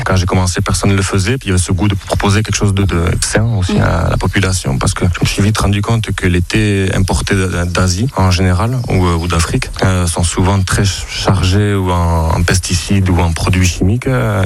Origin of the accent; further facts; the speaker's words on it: Ustaritz, Nouvelle-Aquitaine, France; Hey, Gounon, bonjour … j'ai 36 ans et je viens d'Ustaritz.